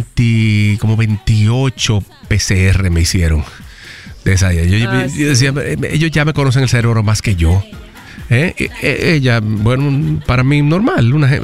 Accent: Dominican Republic

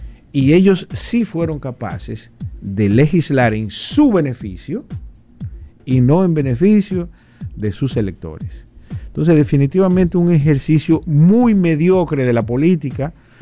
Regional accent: Dominican Republic

